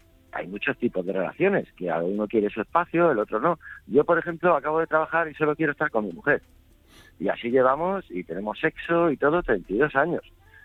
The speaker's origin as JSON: {"language": "Spanish", "town": "Ibiza", "region": "Balearic Islands", "country": "Spain", "said": "Mira, yo soy de Ibiza."}